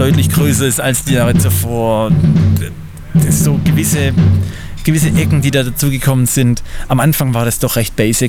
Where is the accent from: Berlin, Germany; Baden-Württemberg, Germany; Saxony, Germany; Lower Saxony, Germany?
Baden-Württemberg, Germany; Esslingen; now in Crailsheim, Germany; ich selber komme aus der Nähe von Stuttgart, ich komme aus Esslingen und bin hier zugezogen